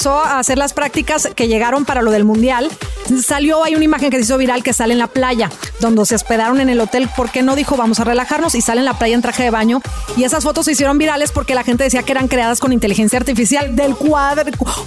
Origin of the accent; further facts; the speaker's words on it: Mazatlán, Sinaloa, Mexico; born there; moved away; me tocó estar en mi tierrita santa por allá en Mazatlán, Sinaloa